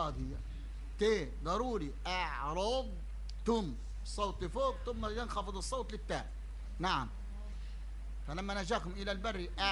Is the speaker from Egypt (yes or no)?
no; Libya; عندنا في الجنوب في الصحراء، حتى هنا في الصحراء في جنوب طرابلس الغرب